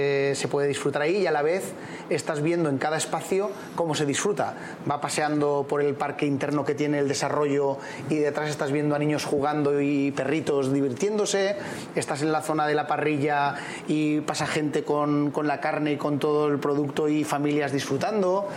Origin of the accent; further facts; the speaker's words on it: Spain; somos españoles